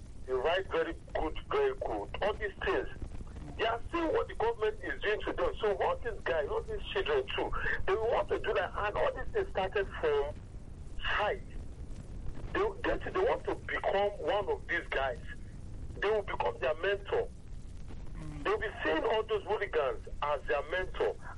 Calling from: Ikorodu, Lagos, Nigeria; I'm calling from Ikorodu North.

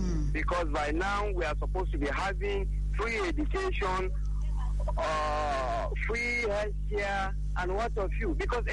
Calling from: Niger State, Nigeria; I'm calling from Niger State.

